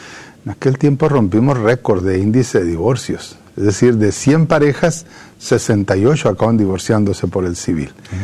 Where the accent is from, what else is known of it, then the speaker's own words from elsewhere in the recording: Parral, Chihuahua, Mexico; also born or lived in Ciudad Juárez; nosotros llegamos con una familia migrante, nos trasladamos de Parral, Chihuahua, al sur del estado de Chihuahua, en México, hacia Ciudad Juárez en 1980. Los 12 hijos con papá y mamá, allá fuimos a parar a Ciudad Juárez.